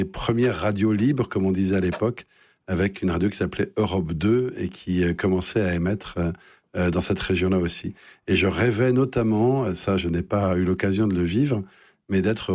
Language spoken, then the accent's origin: French; Paris, Île-de-France, France; now in Lille, France; Vous savez, je suis un Parisien indécrottable, j'ai vécu 54 ans à Paris, j'imaginais pas qu'on puisse respirer de l'oxygène ailleurs